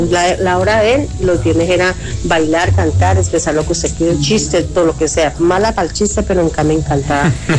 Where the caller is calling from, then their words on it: Tuluá, Valle del Cauca, Colombia; Yo soy del Valle